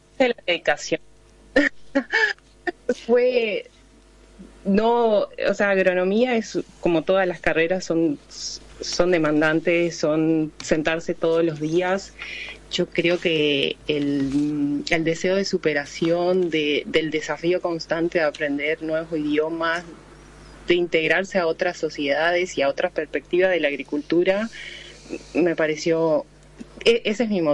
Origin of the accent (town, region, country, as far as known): Argentina; moved away as an adult